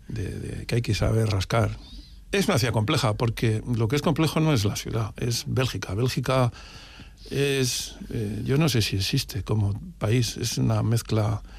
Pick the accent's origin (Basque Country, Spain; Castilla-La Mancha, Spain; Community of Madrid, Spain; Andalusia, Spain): Basque Country, Spain; Bilbao; also born or lived in United States; Y de Estados Unidos ya no regresé a Bilbao. Y he vuelto a Bilbao 23 años después. Y yo soy de Bilbao por decisión, no por...